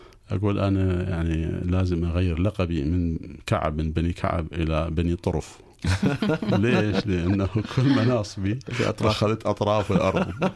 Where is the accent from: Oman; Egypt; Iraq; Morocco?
Iraq; now in Australia; الشرف الكبير جدا في تمثيل بلدي العراق في المحافل الدولية